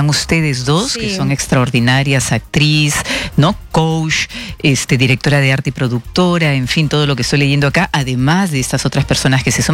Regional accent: Peru; los peruanos aprendemos mucho

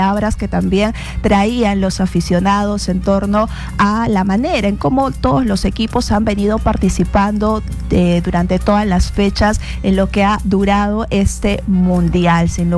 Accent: Peru; nosotros como peruanos

